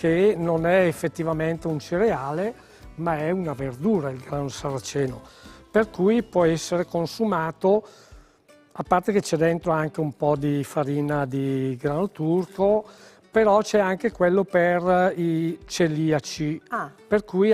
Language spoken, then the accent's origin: Italian; Brescia, Lombardy, Italy; Sono nato a Brescia, tanto tempo fa, mi sembra quasi il secolo scorso.